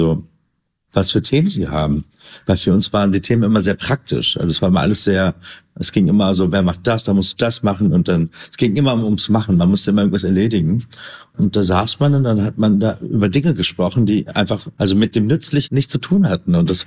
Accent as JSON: {"language": "German", "region": "Berlin", "country": "Germany", "tie": "born or raised there", "said": "ich bin in Kreuzberg groß geworden, war auf der Grundschule"}